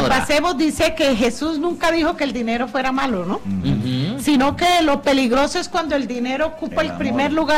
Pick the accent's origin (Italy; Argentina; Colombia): Colombia; Caribbean coast